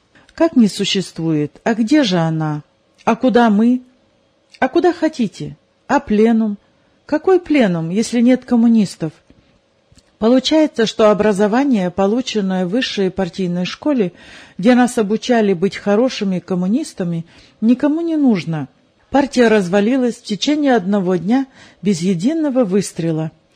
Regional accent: Kazakhstan; Я казах, бывший коммунист со стажем 23 года.

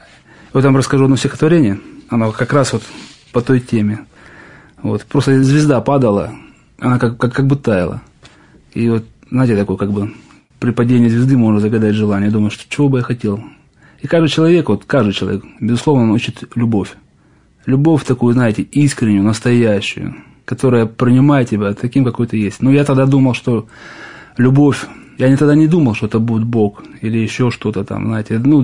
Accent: Rostov-on-Don, Rostov Oblast, Russia; Я сам из Ростова, да, кстати.

